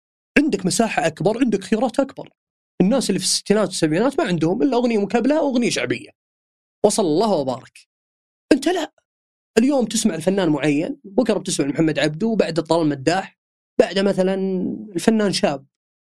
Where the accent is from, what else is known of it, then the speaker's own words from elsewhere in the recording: Saudi Arabia; عندنا في السعودية